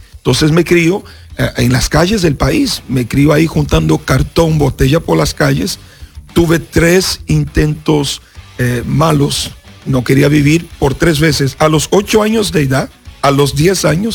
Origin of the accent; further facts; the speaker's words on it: Vitória, Espírito Santo, Brazil; born there; Spanish is a second language; yo nací en Brasil, yo nací en un estado de Brasil que se llama Espírito Santo. Esa es la ciudad donde yo nací, el estado que yo nací. Y yo nací en la capital de Espírito Santo